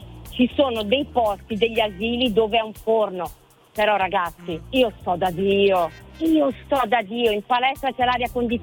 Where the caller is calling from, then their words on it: Ticino, Switzerland; E chiamo dalla Svizzera io, vicino Lugano.